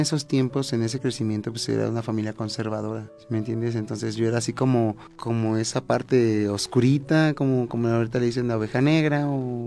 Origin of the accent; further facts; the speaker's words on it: Pachuca, Hidalgo, Mexico; born there; nací aquí en Pachuca, Hidalgo, en el año 92, del 3 de enero.